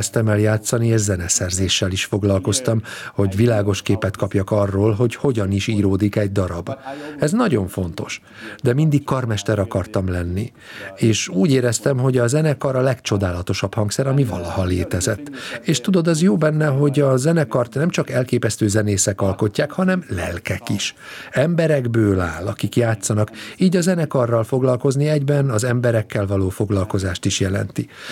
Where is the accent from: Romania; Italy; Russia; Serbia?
Italy; Hungarian is a second language; Én olasz vagyok, és természetesen rengeteg dolog utal Olaszországra a műsorban.